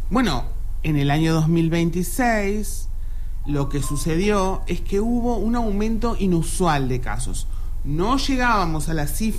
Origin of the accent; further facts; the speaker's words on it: Uruguay; Somos un país muy pequeño